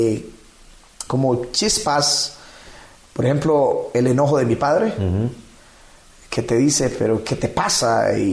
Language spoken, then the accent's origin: Spanish; La Labor, Ocotepeque, Honduras; moved away as an adult; also born or lived in Santa Rosa de Copán; now in Ecuador; Soy hondureño. Nací en un pueblo del municipio de La Labor, en Ocotepeque.